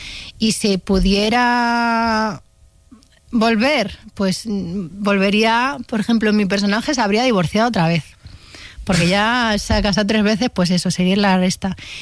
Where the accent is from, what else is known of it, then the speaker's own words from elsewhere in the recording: Spain; Somos españoles todos y lo que nos importa es la familia.